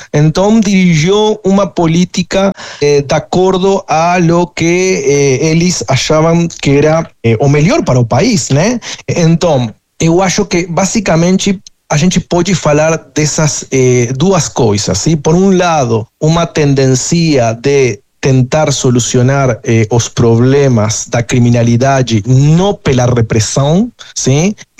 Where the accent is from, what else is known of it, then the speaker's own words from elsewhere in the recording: Uruguay; em Uruguai, que foi o país onde eu cresci, entende? Morei toda a minha vida lá